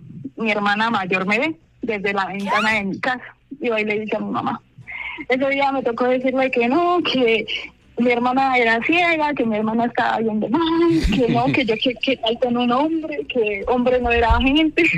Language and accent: Spanish; Boyacá, Colombia; Pues, yo soy de Cama, Boyacá.